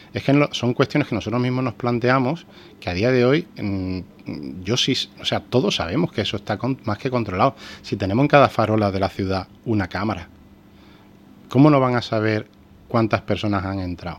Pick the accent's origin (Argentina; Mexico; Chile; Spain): Spain; Ceuta; como ciudadano, como patriota, que somos los ceutíes, porque yo creo que si tuviéramos que definir al ceutí sería el de patriota